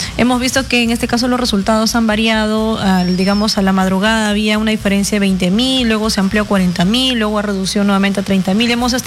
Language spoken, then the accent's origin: Spanish; Peru